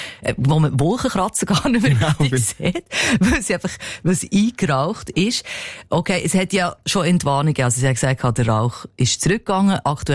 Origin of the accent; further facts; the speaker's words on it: Switzerland; Aber da können wir ja jetzt eben noch ein Lied davon singen bei uns in der Schweiz.